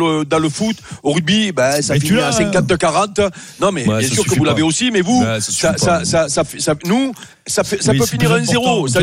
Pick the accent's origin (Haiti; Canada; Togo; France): France; Châteaurenard, Provence-Alpes-Côte d'Azur; À Château-Renard, c'est chez moi.